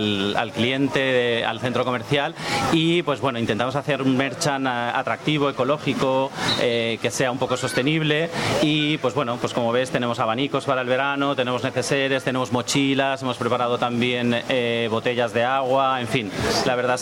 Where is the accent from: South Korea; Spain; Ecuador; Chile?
Spain; Valencian Community; Yo no soy murciano, soy valenciano, pero además conozco el Terra Natura de Benidorm también